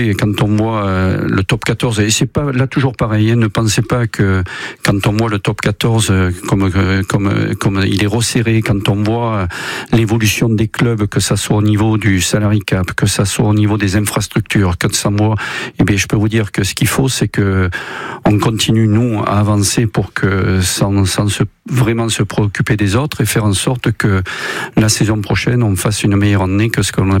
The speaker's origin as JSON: {"language": "French", "town": "Sarlat-la-Canéda", "region": "Nouvelle-Aquitaine", "country": "France", "tie": "born there", "also_born_or_lived": "Brive", "moved": "yes", "lives_now": "Bayonne, France", "said": "je suis né à Sarlat, dans le Périgord, du Sud-Ouest"}